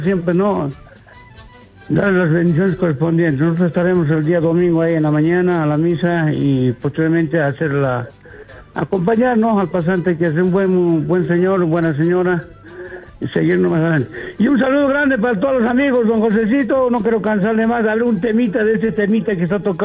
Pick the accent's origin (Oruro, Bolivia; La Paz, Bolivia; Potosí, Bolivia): Oruro, Bolivia; El Choro; Y también un saludo grande para todos los que son de mi pueblo querido El Choro, Rancho Grande, Cusero Belén, Chaitavi, Rancho Guaniquina.